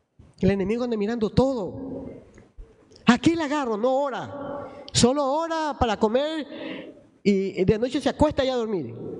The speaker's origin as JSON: {"language": "Spanish", "town": "Guayaquil", "region": "Guayas", "country": "Ecuador", "tie": "born there", "said": "Usted dígale gracias porque nací en Guayaquil. Nunca reniegue donde nació."}